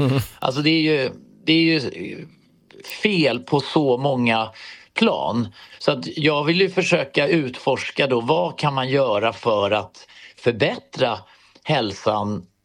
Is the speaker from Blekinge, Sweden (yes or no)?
yes; Karlshamn, Blekinge, Sweden; moved away; jag är ju född och uppvuxen i Karlshamn i en så här Astrid Lindgren-värld med, du vet, mamma odlade grönsaker och man gick ut och hämtade potatis och vi hade ägg och man kunde liksom få lammkött och hade egen grisa